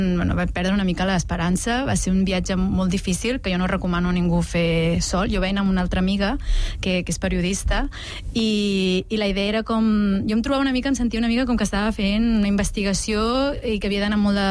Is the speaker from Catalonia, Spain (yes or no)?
yes; Reus, Catalonia, Spain; also born or lived in Nepal; jo dic soc de Reus i la gent em pregunta, no, realment d'on ets, d'on vens?